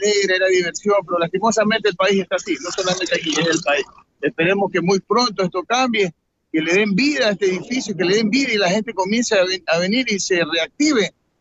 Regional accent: Portoviejo, Manabí, Ecuador; born there; ya después del terremoto, me fui a vivir por otro lado, pero yo no dejo mi destino de donde yo nací. Yo vengo, yo vivo casi llegando a Picuazá, por el paso lateral

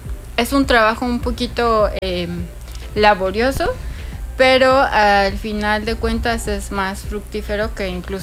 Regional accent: Mexico City, Mexico; moved away as an adult; now in Cancún, Mexico; soy de la Ciudad de México, tengo 4 años viviendo aquí en Cancún, amo la playa, soy muy feliz aquí

